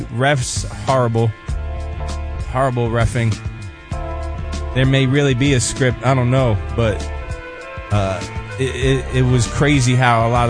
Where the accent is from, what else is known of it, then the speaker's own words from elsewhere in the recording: New York, United States; But I'm from New York, man.